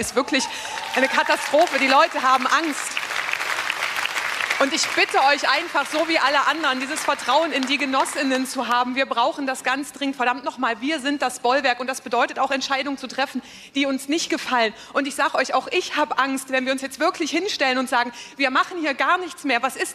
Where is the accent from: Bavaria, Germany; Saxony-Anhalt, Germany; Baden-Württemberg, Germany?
Saxony-Anhalt, Germany; Ich komme aus Sachsen-Anhalt.